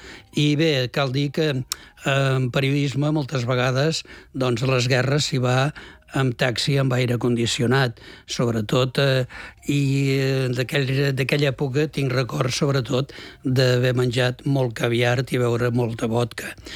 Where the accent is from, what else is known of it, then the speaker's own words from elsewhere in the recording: Vic, Catalonia, Spain; Jo sóc de Vic, mai havia viscut a Barcelona